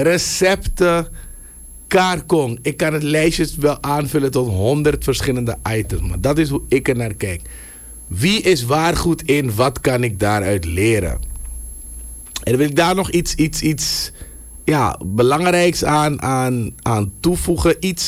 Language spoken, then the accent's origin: Dutch; Suriname; daar kunnen wij als Surinamers iets van leren.